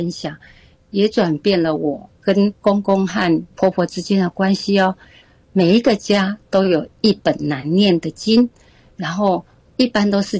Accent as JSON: {"language": "Chinese", "region": "Hsinchu", "country": "Taiwan"}